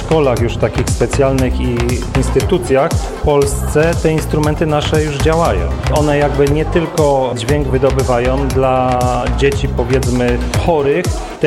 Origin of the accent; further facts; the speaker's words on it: Będzin, Silesian Voivodeship, Poland; Z Będzina.